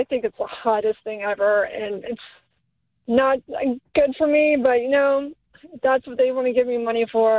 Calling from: Richmond, Virginia, United States; I'm from the Richmond area.

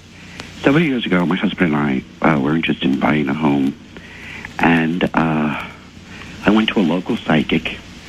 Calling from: New Jersey, United States; I'm calling from New Jersey.

